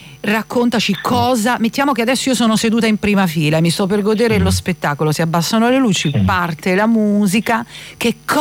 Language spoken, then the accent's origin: Italian; Abruzzo, Italy; anch'io sono abruzzese